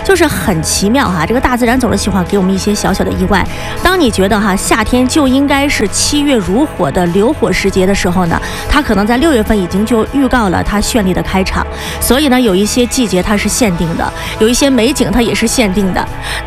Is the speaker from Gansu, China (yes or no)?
no; Shanxi, China; 山西咱们这里